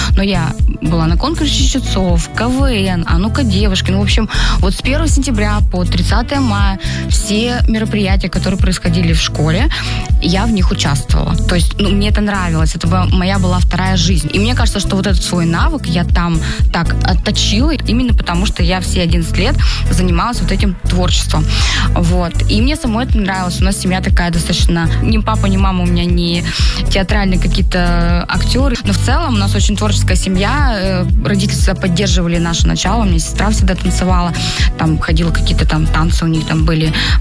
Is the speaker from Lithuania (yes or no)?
no; Bogdanovich, Sverdlovsk Oblast, Russia; also born or lived in Yekaterinburg; now in Moscow, Russia; Я родилась в Свердловской области, город Богданович, 50 тысяч численность человек. Это рядом с Екатеринбургом, 100 километров от Екатеринбурга. Там я родилась, там я закончила школу